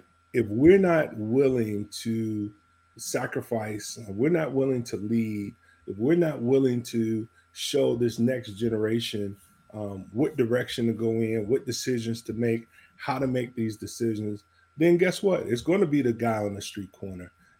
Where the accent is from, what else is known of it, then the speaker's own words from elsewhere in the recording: Chicago, Illinois, United States; also born or lived in Gary; I grew up in Jeffrey Manor on the south side of Chicago. I lived in Gary for a number of years as a kid. We moved around a lot